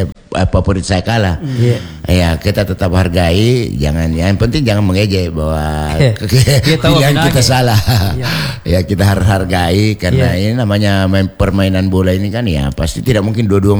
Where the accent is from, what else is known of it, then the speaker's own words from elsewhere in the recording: Makassar, South Sulawesi, Indonesia; sebagai orang Makassar